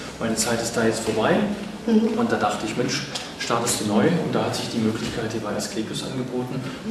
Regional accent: Halle, Saxony-Anhalt, Germany; Ich komme aus Halle und hatte halt in dem Umkreis geschaut, was ist so halbe Stunde bis 40 Minuten von meinem Wohnort entfernt.

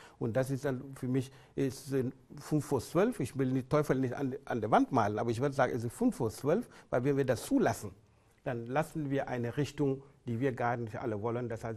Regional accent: Halle, Saxony-Anhalt, Germany; als Sachsen-Anhaltiner, als Hallenser, sage ich einfach, es ist nicht egal.

